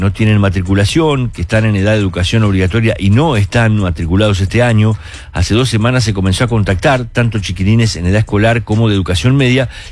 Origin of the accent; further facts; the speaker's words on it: Trinidad, Flores, Uruguay; now in Montevideo, Uruguay; y en mi pueblo, en Flores